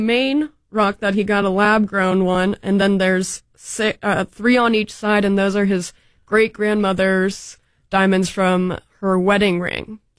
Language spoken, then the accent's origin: English; Stafford, Virginia, United States; moved away as an adult; now in Memphis, United States; Well, I'm from Stafford, Virginia, so I'm between D.C. and Richmond.